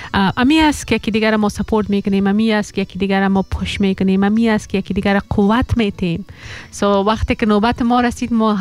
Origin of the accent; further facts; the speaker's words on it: Afghanistan; ما کل ما افغان هستیم، ما کل ما سیم هریتیج داریم، یک مملکت داریم و یک دین اسلام داریم